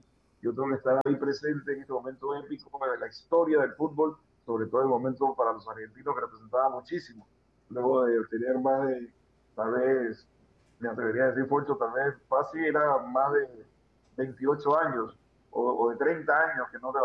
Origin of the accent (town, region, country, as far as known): Panama